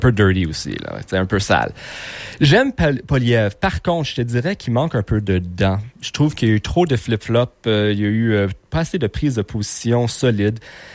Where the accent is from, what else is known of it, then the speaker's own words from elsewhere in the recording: Montreal, Quebec, Canada; Je viens de Montréal, je suis okay. De l'ouest de l'île, sauf que mes deux parents sont Québécois pure laine. Je suis pure laine, donc français, c'est ma langue.